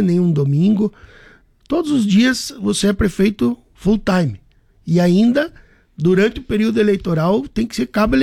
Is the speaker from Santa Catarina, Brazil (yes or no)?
yes; Chapecó, Santa Catarina, Brazil; born there; sou nascido aqui em Chapecó, então com muito mais orgulho de ser prefeito da minha cidade.